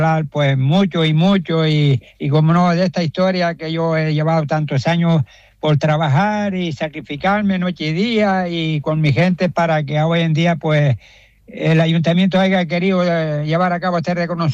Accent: Caideros, Canary Islands, Spain; yo nunca he trabajado tantos años por luchar por mi pueblo, no solo de Caideros, sino de Galdar

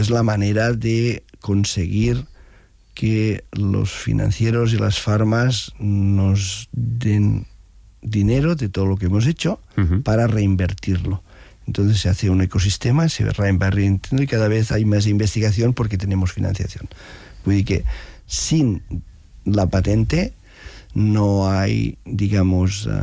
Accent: Arenys de Mar, Catalonia, Spain; que soy de Arenys de Mar. Estudié ingeniería en Canet de Mar.

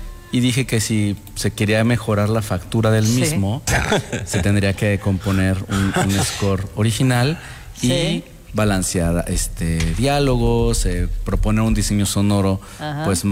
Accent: Mexico; moved away; yo empecé a estudiar guitarra clásica en mi país

